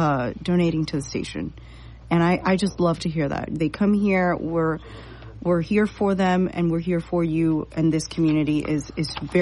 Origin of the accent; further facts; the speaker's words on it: Puerto Rico; also born or lived in Washington, D.C.; now in New York, United States; I came from D.C., but I'm originally from Puerto Rico.